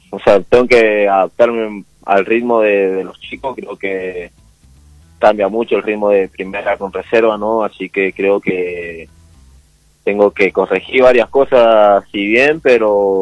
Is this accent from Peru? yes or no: no; Godoy Cruz, Mendoza, Argentina; yo soy de acá de Godoy Cruz, toda la vida vivir acá.